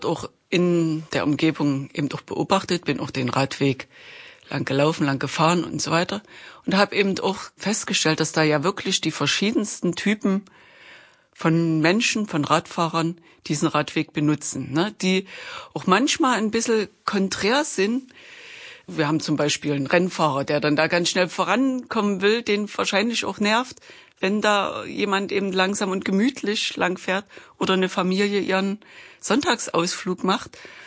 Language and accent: German; Chemnitz, Saxony, Germany